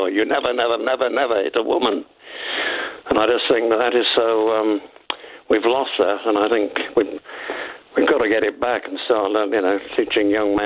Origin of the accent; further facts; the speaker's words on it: Liverpool, North West England, United Kingdom; I'm a Scouser, I still support Liverpool as football. I'm a university in Liverpool.